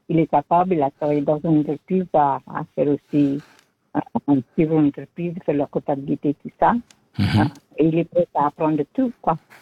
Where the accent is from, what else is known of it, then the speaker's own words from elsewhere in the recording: Italy; now in Switzerland; après qu'on a passé toute une vie en Suisse, mais les étrangers, moi je suis italienne